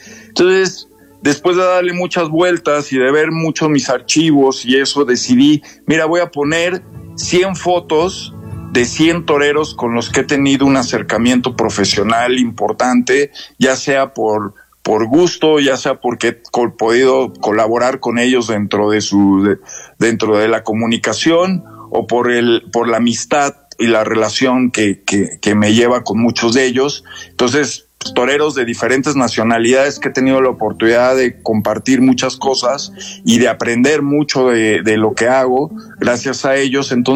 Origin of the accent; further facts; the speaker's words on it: Mexico City, Mexico; born there; now in Aguascalientes, Mexico; yo nací en la Ciudad de México, pero bueno, pues tengo mucho cariño, ya tengo varios años viviendo aquí en Aguascalientes